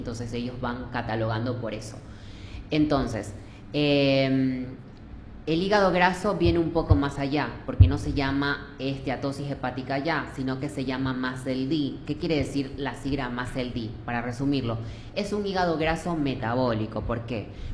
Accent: Ecuador; Nosotros como ecuatorianos

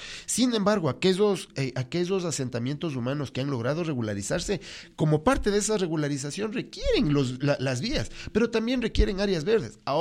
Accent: Quito, Pichincha, Ecuador; Bellavista de Calderón, que es de donde yo vengo, hace 6 años no teníamos casas, no teníamos vías, éramos un barrio privado. Privado de todo. No teníamos agua, no teníamos alcantarillas, de nada.

